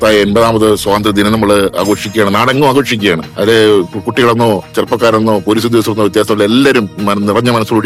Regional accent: Kerala, India; കൊല്ലം എന്റെ വീട് ജില്ല ഇതല്ലെങ്കിൽ പോലും വളരെ അടുത്താണ്.

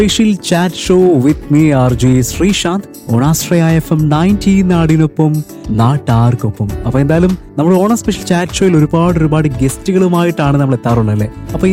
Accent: Kerala, India; ഞങ്ങൾ മലയാളികൾക്ക്

